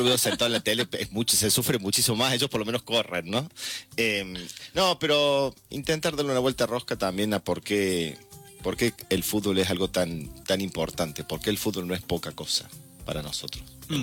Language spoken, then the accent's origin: Spanish; Argentina; nuestra sociedad argentina.